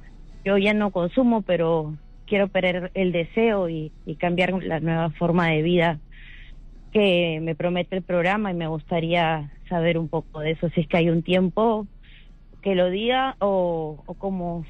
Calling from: Lima, Peru; desde Lima.

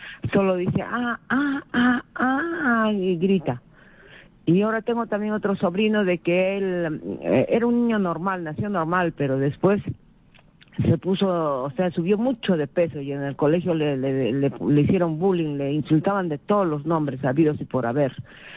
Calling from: Arequipa, Peru

